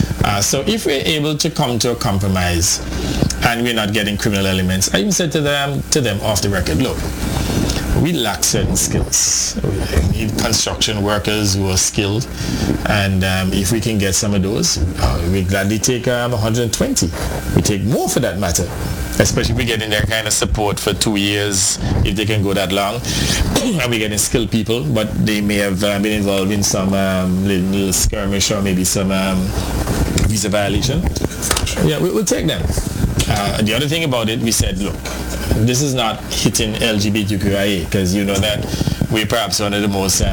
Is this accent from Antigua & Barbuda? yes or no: yes; Antigua & Barbuda